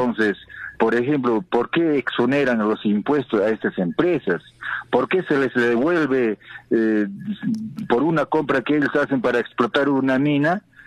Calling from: Juliaca, Puno, Peru; de acá de Juliaca.

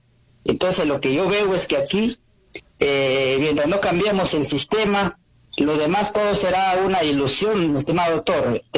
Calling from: Penachí, Lambayeque, Peru; Yo soy de la Serranía, en este caso de la comunidad indígena San Mateo de Penachí.

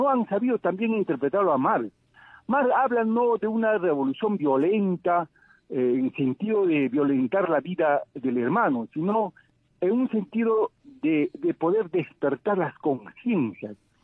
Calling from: Cusco, Peru; desde la ciudad del Cusco.

